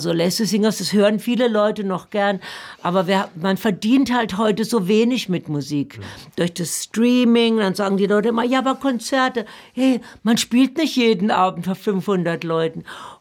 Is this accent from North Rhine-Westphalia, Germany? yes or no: no; Baden-Württemberg, Germany; now in Berlin, Germany; Ich bin jetzt dann doch Berlinerin. Also ich bin Badnerin, stehe ich drauf, aber ich bin auch Berlinerin.